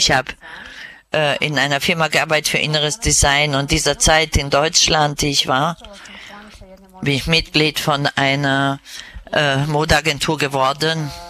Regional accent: Kotor Varoš, Republika Srpska, Bosnia & Herzegovina; born there; German is a second language; Ich bin in Kotor Varosh in Bosnien geboren. Ich bin geboren in einer traditionellen katholischen Familie.

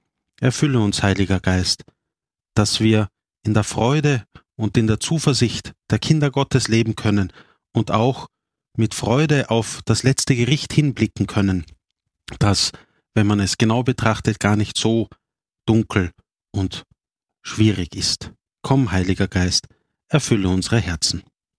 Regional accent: Vienna, Austria; das eine Geschäft gibt es nicht mehr bei mir im 23. Bezirk, wo ich aufgewachsen bin in Liesing

